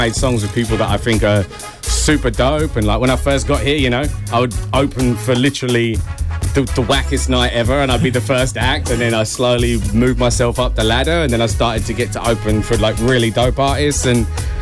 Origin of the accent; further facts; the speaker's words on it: England, United Kingdom; moved away; just because I am English.